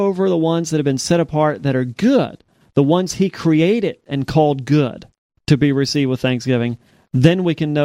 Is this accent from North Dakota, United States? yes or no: no; Louisiana, United States; it's very similar, in fact, to what I grew up in French South Louisiana.